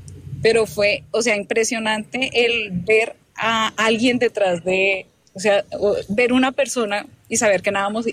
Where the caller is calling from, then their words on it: Ibagué, Tolima, Colombia; De Ibagué.